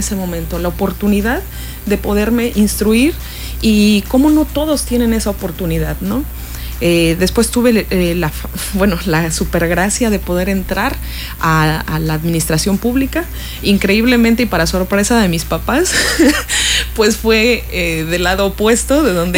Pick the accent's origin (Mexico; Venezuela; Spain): Mexico; Guerrero; Yo soy del estado de Guerrero